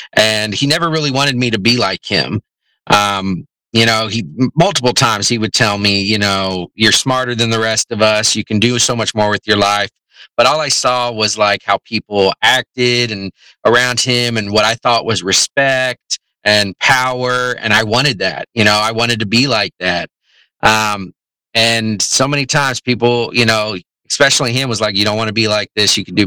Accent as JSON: {"language": "English", "town": "Kansas City", "country": "United States", "tie": "born or raised there", "lives_now": "Kansas City, Kansas, United States", "said": "Well, I have been in Kansas City all my life, but I've definitely bounced around Kansas City from the KCMO side, KCK side."}